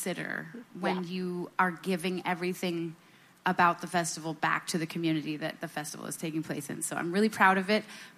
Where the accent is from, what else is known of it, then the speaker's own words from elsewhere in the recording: Vermont, United States; Eric got this idea to go back to my hometown in Vermont and buy a barn with the identical footprint of that building.